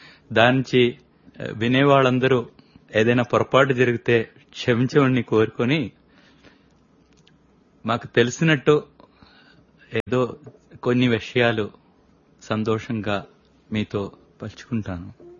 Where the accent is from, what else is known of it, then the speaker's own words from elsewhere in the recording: Kerala, India; Telugu is a second language; moved away; నేను అప్పుడు బాల్వికాస్ లో చదువుతున్నాం మా ఊర్లో కేరళలో.